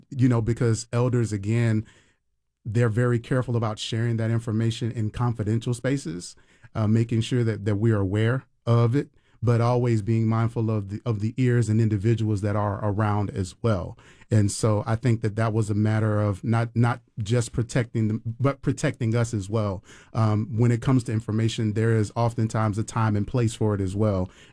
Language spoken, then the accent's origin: English; Tampa, Florida, United States; Not only am I an artist, but I'm also from Tampa.